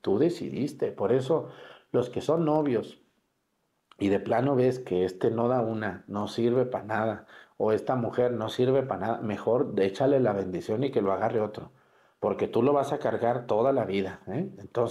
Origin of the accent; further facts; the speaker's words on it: Mexticacán, Jalisco, Mexico; Cuando en mi pueblo, en Mexicacán, inauguramos la Virgen del Carmen